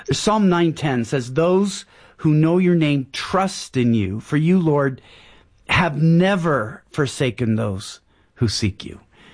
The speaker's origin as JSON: {"language": "English", "region": "Pacific Northwest", "country": "United States"}